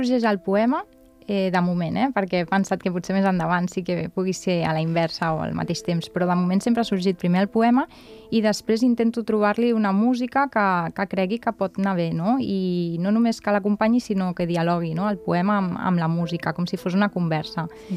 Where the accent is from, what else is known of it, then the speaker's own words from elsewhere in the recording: Barcelona, Catalonia, Spain; el districte de Sant Andreu, que era el meu barri.